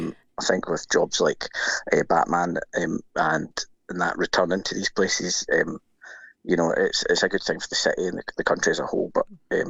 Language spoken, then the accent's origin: English; Glasgow, Scotland, United Kingdom; it's always good, as someone who's born and bred in Glasgow, to be working in the city I was born and grew up in and see that on the big screen.